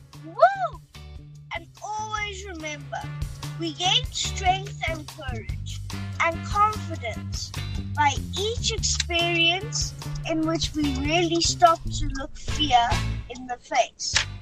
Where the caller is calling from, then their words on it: Johannesburg, Gauteng, South Africa; from Joburg.